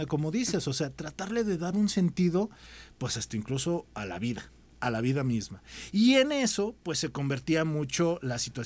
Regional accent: Matehuala, San Luis Potosí, Mexico; No me importa que digan que es Río Verde, no, es Matehuala. Saludos a mi tierra.

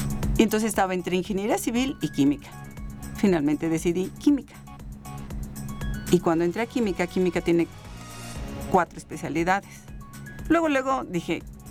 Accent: Querétaro, Mexico; Yo soy de Querétaro.

